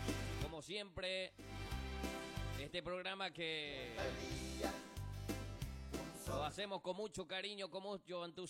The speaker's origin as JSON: {"language": "Spanish", "country": "Paraguay", "said": "Esa esencia como paraguayo, llevando en alto lo que es nuestra cultura popular"}